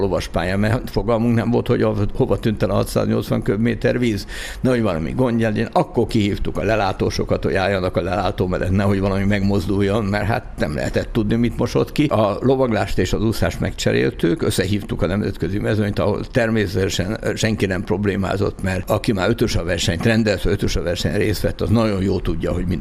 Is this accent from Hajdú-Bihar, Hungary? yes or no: no; Agárd, Fejér, Hungary; also born or lived in Zugló, Budapest; Igen, hát én 4 éves voltam, amikor Zuglóból oda költöztünk, mert államosítottak édesapám pékségét, és lementünk az agárdi házunkba.